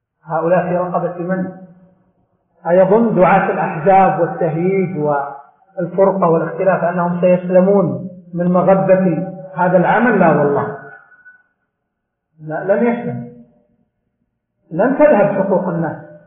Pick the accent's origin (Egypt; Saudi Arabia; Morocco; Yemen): Saudi Arabia; ولذلك عندنا في المملكة العربية السعودية تؤخذ البيعة بهذه الطريقة